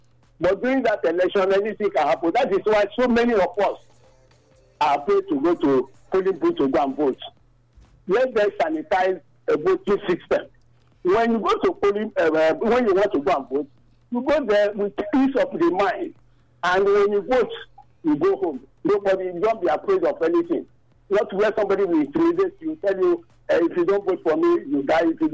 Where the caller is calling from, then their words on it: Nigeria; I'm calling from Old Town Community.